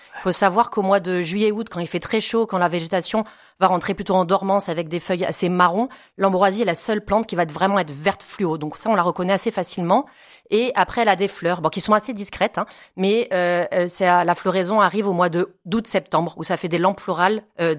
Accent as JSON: {"language": "French", "region": "Provence-Alpes-Côte d'Azur", "country": "France", "said": "Donc, on en retrouve beaucoup chez nous, dans le Vaucluse, au niveau de Louvès, par exemple, sur les sites de baignade."}